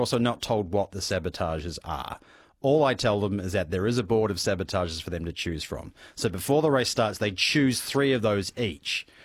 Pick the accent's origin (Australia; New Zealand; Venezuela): New Zealand; moved away as an adult; You know, I'm from New Zealand originally, and New Zealand, up until I think maybe 6 months ago, didn't have an IKEA. So I didn't grow up with IKEA being the sort of cultural staple that it is. But then I moved here in 2005 as a fresh-faced 20-year-old